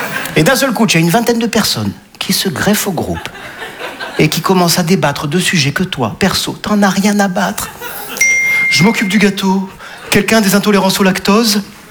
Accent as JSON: {"language": "French", "town": "Nice", "region": "Provence-Alpes-Côte d'Azur", "country": "France", "said": "Eh ouais, je suis niçois, les amis, ouais. Eh ouais, humoriste niçois."}